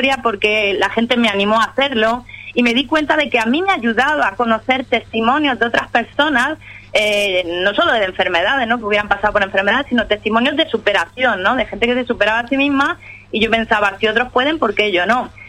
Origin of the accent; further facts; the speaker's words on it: El Ejido, Andalusia, Spain; also born or lived in Barcelona; Sí, bueno, sí, yo vivo en El Ejido, aunque nací en Barcelona, pero desde los 13 años me he criado en El Ejido, o sea que se me nota por el hablar.